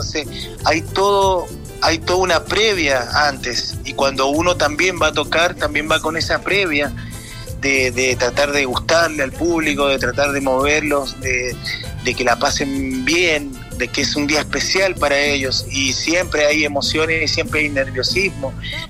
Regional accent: Mendoza, Argentina; moved away; cuando nos fuimos de Mendoza, siempre nos fuimos pensando en hacer música propia, hacer nuestra música. Mi papá siempre fue músico, mis tíos también. Nosotros nos criamos viéndolos tocar en distintos lugares.

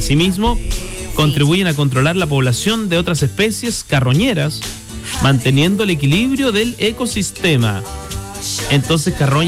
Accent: Osorno, Los Lagos, Chile; y ustedes saben que yo no soy de acá de la Unión, soy de Osorno.

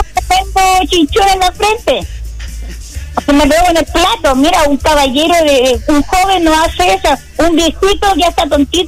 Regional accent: Antofagasta, Chile; nosotros somos de Antofagasta

